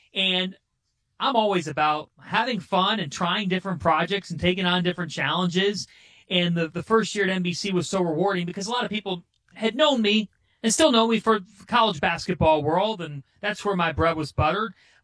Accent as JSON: {"language": "English", "town": "Cleveland", "region": "Ohio", "country": "United States", "said": "I'm a kid from Cleveland"}